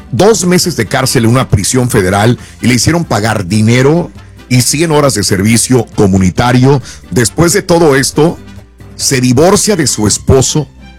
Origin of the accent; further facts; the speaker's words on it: Matamoros, Tamaulipas, Mexico; un abrazo enorme para mi tierra, Matamoros, Tamaulipas. Aquí tienen un orgulloso paisano de Matamoros, Tamaulipas. Me siento feliz ser matamorense, mexicano, y la verdad, feliz.